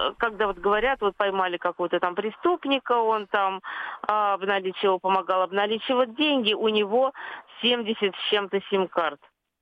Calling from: Saint Petersburg, Russia; я из Санкт-Петербурга.

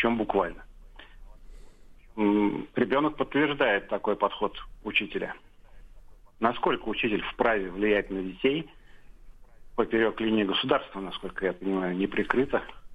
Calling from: Samara, Samara Oblast, Russia; я из Самары.

